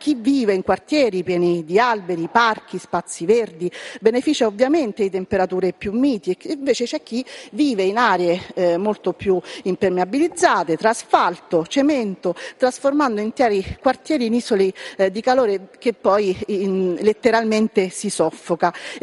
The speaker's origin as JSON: {"language": "Italian", "region": "Lazio", "country": "Italy", "said": "anche la mia terra, la Ciociaria"}